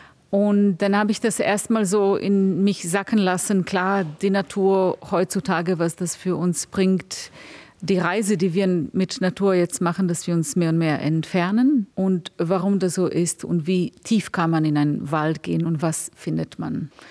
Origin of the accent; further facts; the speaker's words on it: Serbia; now in Berlin, Germany; ich bin aus dem Balkan, wo wir ganz dichte Wälder haben und viele Märchen und Fabeln mit ziemlich surrealistischen Konnotationen.